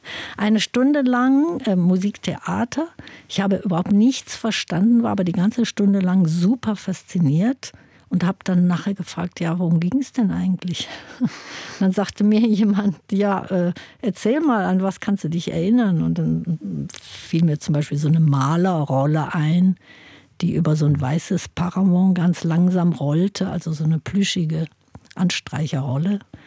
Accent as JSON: {"language": "German", "town": "Krefeld", "region": "North Rhine-Westphalia", "country": "Germany", "tie": "born or raised there", "said": "dass in meiner Heimatstadt Krefeld ein Amateurtheater, das Theater am Marienplatz gibt."}